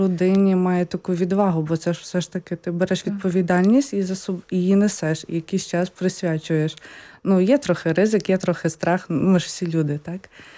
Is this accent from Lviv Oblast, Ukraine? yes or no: yes; Lviv Oblast, Ukraine; moved away as an adult; now in Poland; я сама з Львівської області, тобто Західної України, і ми трохи наслухані польської мови